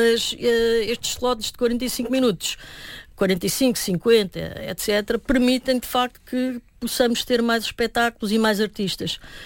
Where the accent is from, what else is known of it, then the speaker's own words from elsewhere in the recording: Alentejo, Portugal; eu sou alentejana e também passo algum tempo da minha vida lá pelo Alentejo.